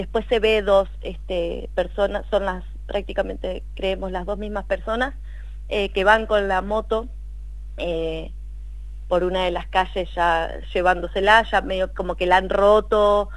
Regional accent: General Villegas, Buenos Aires Province, Argentina; yo soy nacida y criada en Villegas. La verdad que amo y elijo vivir en mi ciudad.

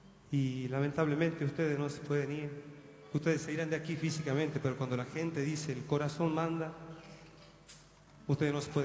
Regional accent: Salta, Argentina; Como salteño, muchísimas gracias por ser de aquí, porque realmente yo creo que todos nos sentimos orgullosos de ser salt

